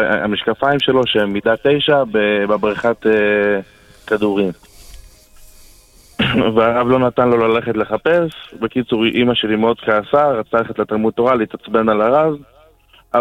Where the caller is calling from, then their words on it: Jerusalem, Jerusalem District, Israel; אנחנו ירושלמים